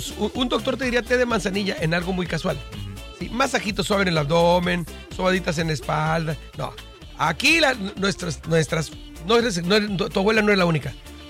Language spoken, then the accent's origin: Spanish; Mexico; para nosotros mexicanos